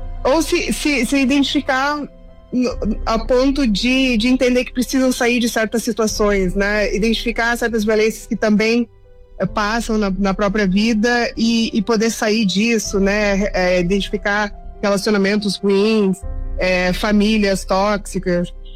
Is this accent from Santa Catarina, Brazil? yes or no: yes; Balneário Camboriú, Santa Catarina, Brazil; born there; moved away as an adult; also born or lived in Passo Fundo, Rio Grande do Sul; now in Curitiba, Brazil; eu nasci no Rio Grande do Sul, né? Morei até mais ou menos metade da minha vida em Passo Fundo, Rio Grande do Sul, e me criei basicamente em Balneário Camboriú, Santa Catarina, para depois, na vida adulta, morar em Curitiba